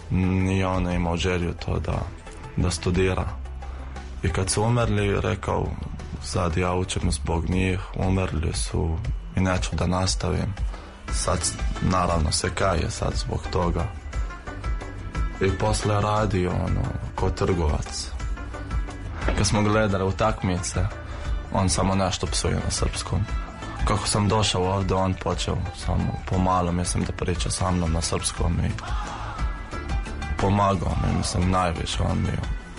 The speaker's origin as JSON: {"language": "Serbian", "country": "Jordan", "second_language": "Serbian", "moved": "as an adult", "lives_now": "Serbia", "said": "ja sam iz Palestine, mislim ja sam Jordanac, poreklo iz Palestine. Ja sam četvrta godina medicine, došao sam pre četiri godine."}